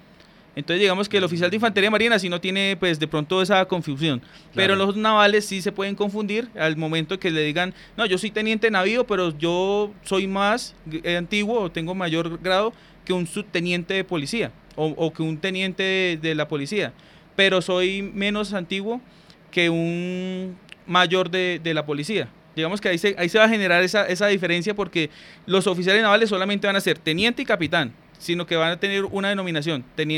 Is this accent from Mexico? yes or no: no; Colombia; nosotros como colombianos